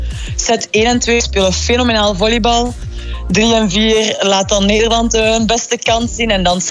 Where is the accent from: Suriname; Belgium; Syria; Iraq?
Belgium; we zijn Belgen.